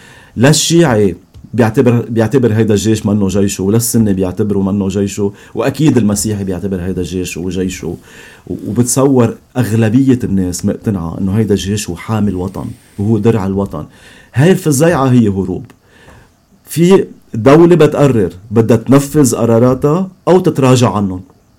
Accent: Lebanon; انا كمواطن لبناني

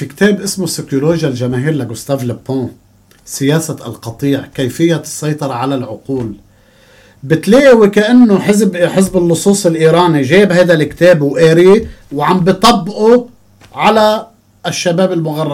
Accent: Beirut, Beirut Governorate, Lebanon; moved away; لأني أنا خلقت وربيت ببيروت ومعظم وقتي كان خارج لبنان.

